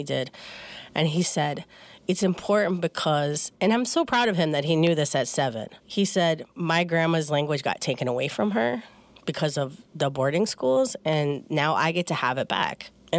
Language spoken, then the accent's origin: English; South Dakota, United States; moved away; growing up in South Dakota.